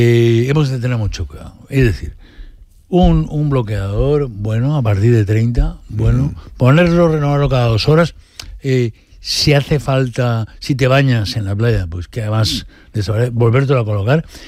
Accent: Almàssera, Valencian Community, Spain; Nosaltres venim d'Almàssera i cada volta que venia a la meva València que plovia, anava a Vizcaíno i es compra

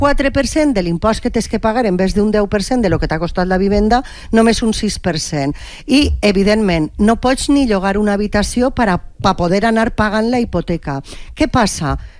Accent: Burriana, Valencian Community, Spain; Jo vaig a parlar del meu poble, en Borriana.

